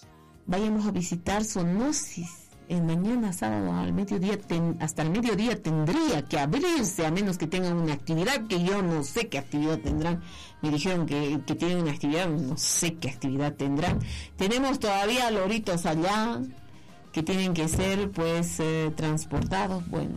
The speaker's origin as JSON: {"language": "Spanish", "country": "Bolivia", "said": "muchos de los míos han atravesado, míos, digo bolivianos"}